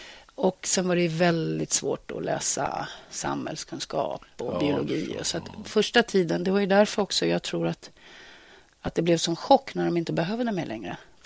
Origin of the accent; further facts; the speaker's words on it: Granada, Andalusia, Spain; moved away as an adult; now in Sweden; I Granada där vi kommer ifrån